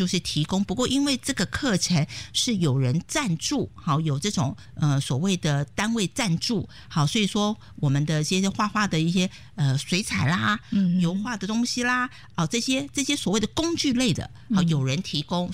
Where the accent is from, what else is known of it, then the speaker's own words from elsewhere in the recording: Taiwan; moved away as an adult; now in North West England, United Kingdom; 其实我是台湾人，道地的台湾人，独生土长的。